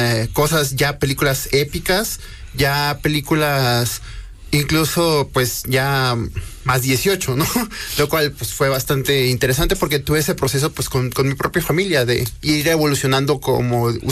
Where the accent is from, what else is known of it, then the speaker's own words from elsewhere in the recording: Ciudad Obregón, Sonora, Mexico; now in Puebla, Mexico; Soy de Ciudad Obregón, Sonora.